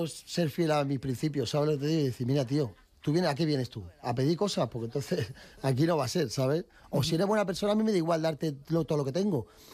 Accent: Madrid, Community of Madrid, Spain; Yo soy de Madrid

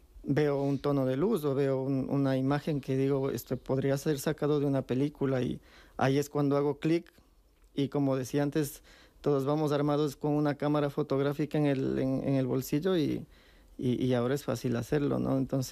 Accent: Ecuador; born there; moved away; Yo nací en Ecuador, pero ahora vivo aquí.

